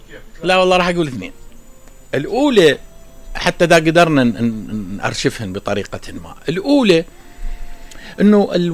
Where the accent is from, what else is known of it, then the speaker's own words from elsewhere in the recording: Iraq; احنا كعراقيين، احنا بشكل عام من اقول احنا